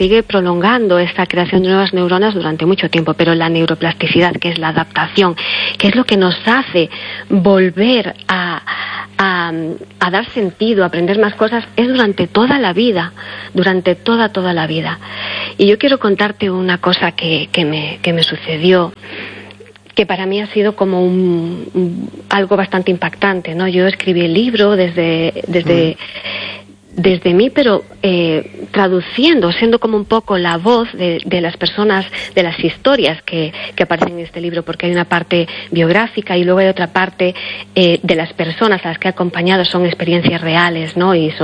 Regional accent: Galicia, Spain

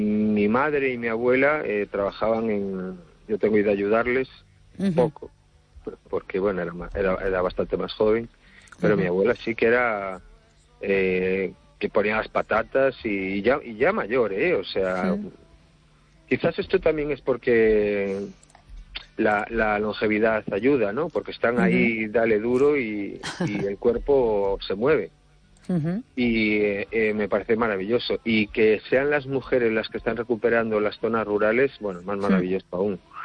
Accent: Cangas, Spain; yo soy de Cangas

